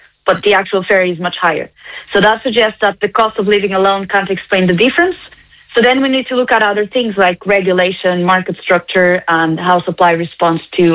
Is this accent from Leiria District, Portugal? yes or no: no; Lisbon, Portugal; now in Ireland; I am from Lisbon